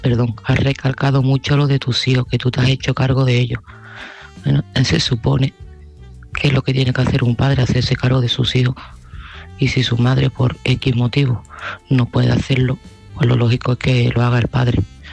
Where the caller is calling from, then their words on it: Seville, Andalusia, Spain; de Sevilla